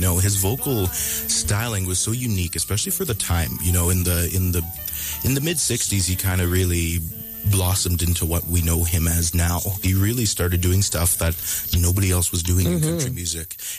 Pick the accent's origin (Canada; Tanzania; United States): Canada; Sucker Creek, Alberta